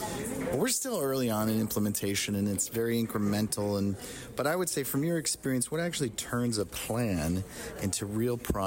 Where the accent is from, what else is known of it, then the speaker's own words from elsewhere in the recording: Minneapolis, Minnesota, United States; I grew up in Minneapolis.